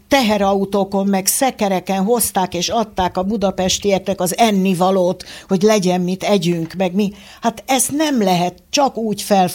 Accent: Hungary; Na de hát miért? Hát én magyar vagyok. Engem itt fölvettek az egyetemre. Én egyetemista vagyok.

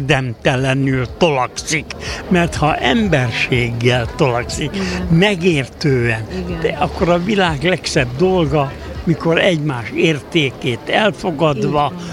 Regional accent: Hungary; Én ebbe a hazába születtem, ebbe a hazába nőttem fel. A cigány embernek a társa a magyar ember.

